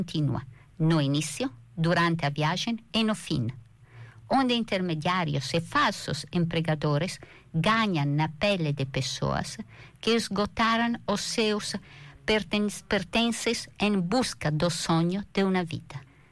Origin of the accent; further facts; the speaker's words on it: Italy; Spanish is a second language; Yo soy italiana